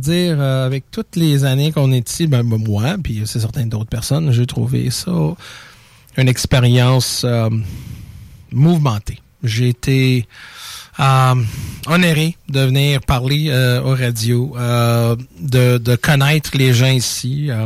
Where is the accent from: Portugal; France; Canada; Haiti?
Canada; Montreal, Quebec; moved away; moi, je viens de Montréal